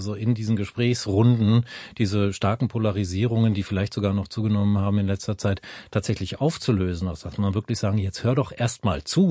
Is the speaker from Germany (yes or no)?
yes; Berlin, Germany; sag ich als Berliner Neuköllner.